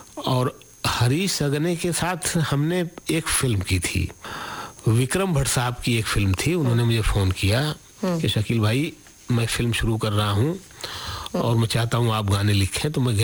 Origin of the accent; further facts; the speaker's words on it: Surat, Gujarat, India; now in Mumbai, India; तो मैं सूरत से मुंबई आ गया